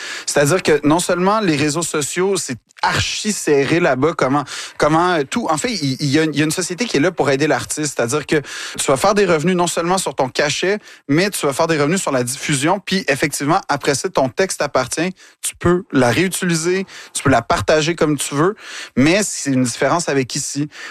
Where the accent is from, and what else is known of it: Quebec, Canada